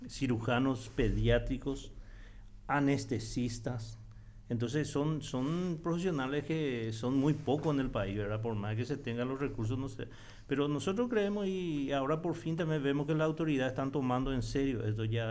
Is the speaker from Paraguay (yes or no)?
yes; Paraguay